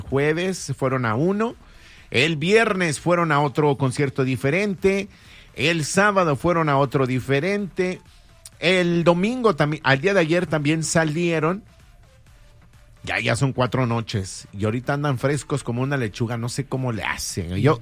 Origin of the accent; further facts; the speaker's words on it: Las Vegas, Nevada, United States; somos de Las Vegas.